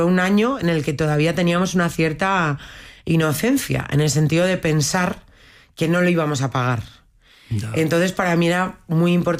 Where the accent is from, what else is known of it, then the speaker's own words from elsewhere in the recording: Bilbao, Basque Country, Spain; yo soy de Bilbao